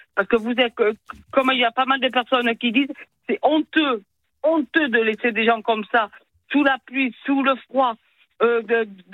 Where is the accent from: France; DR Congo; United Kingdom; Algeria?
France; nous on est français